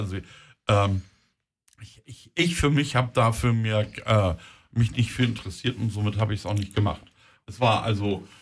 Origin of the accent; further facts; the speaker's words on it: Hamburg, Germany; born there; moved away as an adult; also born or lived in Stuttgart; Ich bin geboren in Hamburg, bin irgendwann 2002 nach Stuttgart gezogen.